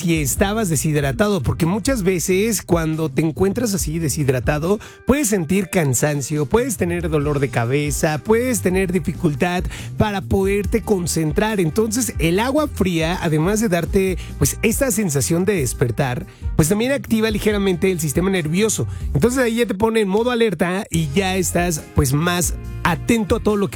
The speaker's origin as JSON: {"language": "Spanish", "region": "Veracruz", "country": "Mexico", "said": "Soy de Veracruz."}